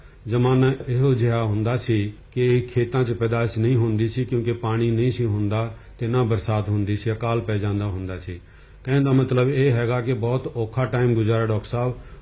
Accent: Firozpur district, Punjab, India; born there; ਉਸ ਜ਼ਮਾਨੇ 'ਚ ਸਾਡੇ ਆਪਣੇ ਡਿਸਟ੍ਰਿਕਟ ਫਿਰੋਜ਼ਪੁਰ 'ਚ ਮੈਨੂੰ ਭੇਜਿਆ ਗਿਆ ਸੀ ਪਾਕਿਸਤਾਨ ਬਾਰਡਰ 'ਤੇ।

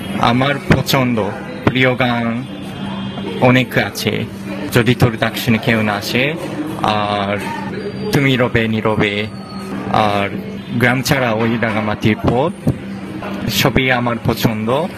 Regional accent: Japan; Bangla is a second language; moved away as an adult; now in Kolkata, India; আমি জাপান থেকে এসেছি

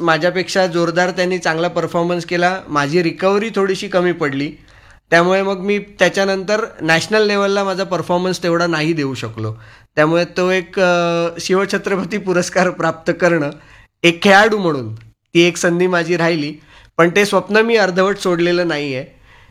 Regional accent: Mumbai, Maharashtra, India; मी बोरिवलीमध्ये सुविद्या प्रसारक संघाच्या सुविद्यालय शाळेमध्ये लहानाचा मोठा झालो.

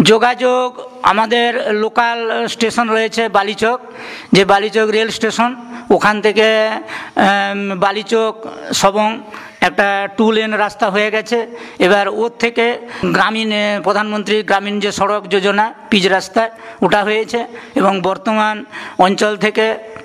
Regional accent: West Bengal, India; আমার বাড়ি ডেবরা থানার কালুয়াকুপ গ্রাম, পোস্ট ঝাঁঝিয়া, জেলা পশ্চিম মেদিনীপুর।

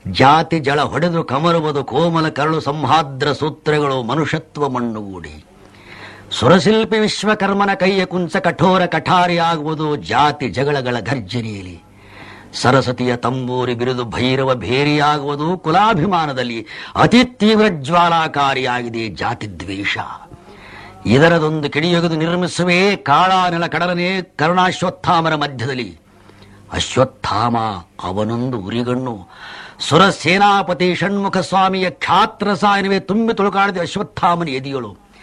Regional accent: Hanumasagar, Karnataka, India; born there; ನಂದು ಹುಟ್ಟಿದ ಸ್ಥಳ ರಾಯಚೂರು ಡಿಸ್ಟ್ರಿಕ್ಟ್ ಕುಷ್ಟಗಿ ತಾಲೂಕು ಹನುಮಸಾಗರ ಅಂತ.

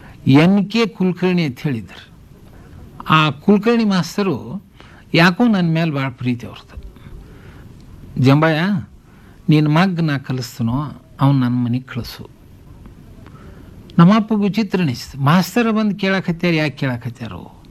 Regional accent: Banahatti, Karnataka, India; ನಮಗೆ ನಮ್ಮ ಊರು ಬನಟ್ಟಿ ಸಣ್ಣದು

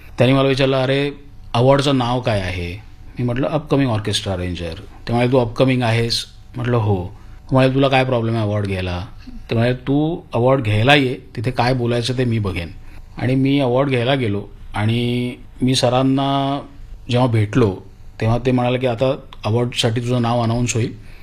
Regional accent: Maharashtra, India; म्हणजे मी मराठी भाषिक आहे पण मला उद्या जर बंगाली गाणं वाजवायचं असेल त्याचं नोटेशन जर समोर असेल तर ते मी वाजवू शकतो

